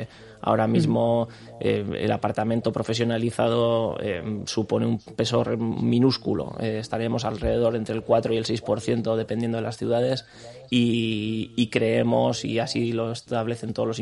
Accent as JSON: {"language": "Spanish", "town": "Bilbao", "region": "Basque Country", "country": "Spain", "said": "Por supuesto, somos de Bilbao."}